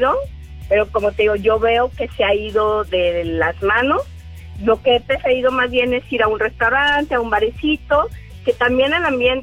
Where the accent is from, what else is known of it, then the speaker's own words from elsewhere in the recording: Mexico City, Mexico; now in Monterrey, Mexico; Y yo, de hecho, no soy de Monterrey, yo soy chilanga, orgullosamente chilanga.